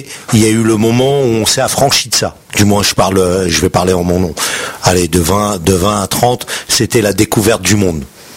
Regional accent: Paris, Île-de-France, France; quand je me présente à l'étranger, je dis I'm French, je viens de Paris, tu vois. Je dis pas I'm from Oujda.

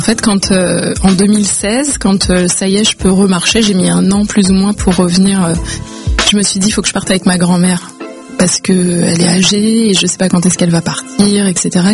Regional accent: La Courneuve, Île-de-France, France; now in Marseille, France; Je suis de partout. Je viens de la Courneuve, mais aujourd'hui, je suis à Marseille.

